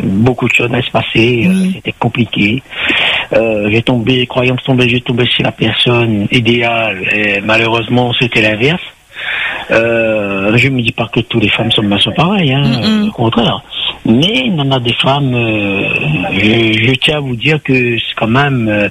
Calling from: Southern France, France; Je viens du Sud, j'ai 51 ans.

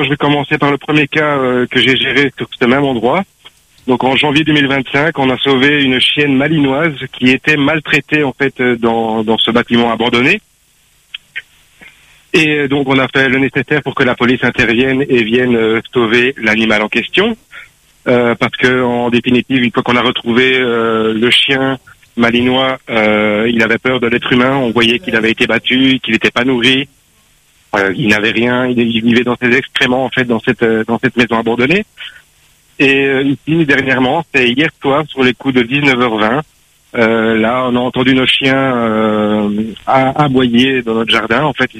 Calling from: Saint-André, Réunion; je vous appelle de Saint-André

